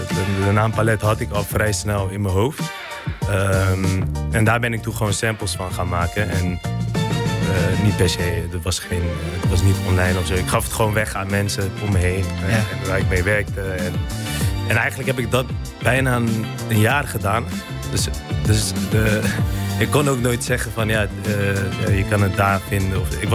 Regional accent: Eritrea; moved away; Dus ik kom zelf uit Eritrea, daar drinken we heel veel koffie.

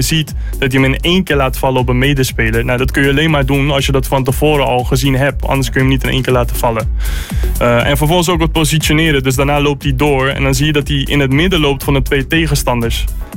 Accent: Netherlands; Ik zit daar ook natuurlijk als Nederlander, als supporter.

